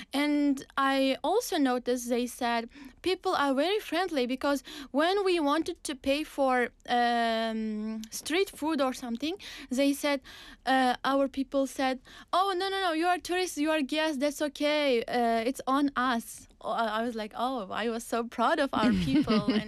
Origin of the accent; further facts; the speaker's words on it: Navoi, Navoiy Region, Uzbekistan; moved away as an adult; now in Busan, South Korea; I'm from Uzbekistan, born in a big city called Navai. And I was born in a middle-class family